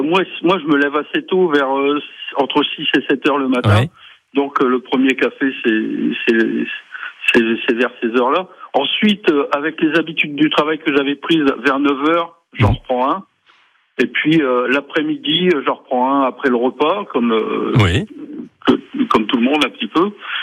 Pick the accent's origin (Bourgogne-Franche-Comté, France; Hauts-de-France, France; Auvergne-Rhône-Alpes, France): Hauts-de-France, France; parce que je suis originaire du Nord et de la région de la chicorée.